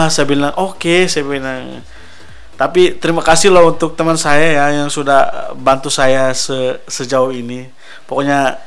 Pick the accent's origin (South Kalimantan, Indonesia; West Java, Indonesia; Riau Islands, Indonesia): West Java, Indonesia; Tasikmalaya; moved away; Saya asalnya sih dari Jawa Barat. Dari tepatnya Tasikmalaya. Cuman saya sudah lama di sini, mungkin dari 2008. Tapi anehnya juga orang-orang di sini tuh tidak percaya kalau saya orang Jawa Barat.